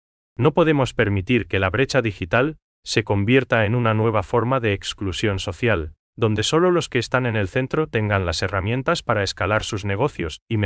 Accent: Paraguay; ese calorcito humano que nos distingue como paraguayos. Si logramos integrar sistemas que entiendan nuestros modismos y el guaraní

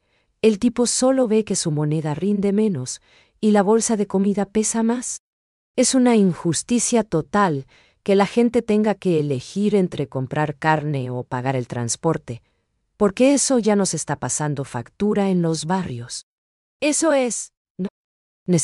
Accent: Paraguay

